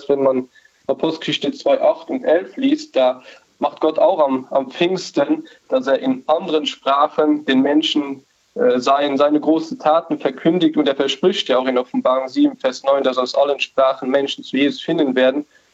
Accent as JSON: {"language": "German", "country": "Luxembourg", "first_language": "Luxembourgish", "second_language": "German", "said": "für uns Luxemburger ist Luxemburgisch unsere Muttersprache und es ist eigentlich ein Identitätsmerkmal als Luxemburger."}